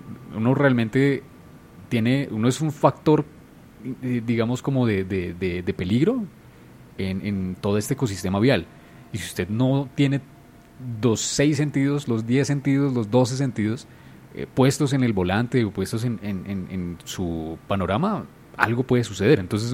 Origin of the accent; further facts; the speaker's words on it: Bogotá, Colombia; Nosotros como bogotanos deberíamos también bajarle a eso.